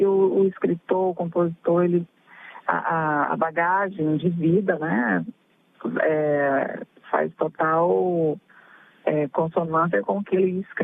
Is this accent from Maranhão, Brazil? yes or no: yes; São Luís, Maranhão, Brazil; moved away as an adult; now in São Paulo, Brazil; porque eu nunca tinha saído de São Lu... eu saí de São Luís com 19 anos, né, para morar em São Paulo, né, essa vastidão, essa imensidão que é essa cidade.